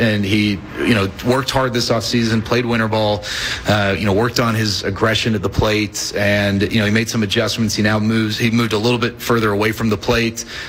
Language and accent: English; Dallas, Texas, United States; Now, I grew up in Dallas. I grew up a huge Rangers fan.